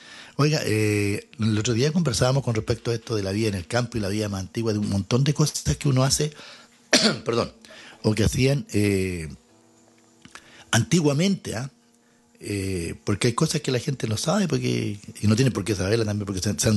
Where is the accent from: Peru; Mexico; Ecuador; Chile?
Chile